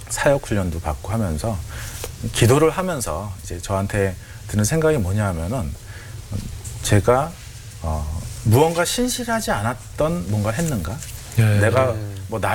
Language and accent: Korean; South Korea; 저는 뭐 그냥 저는 한국인으로서 해야 될 말이라고 생각했는데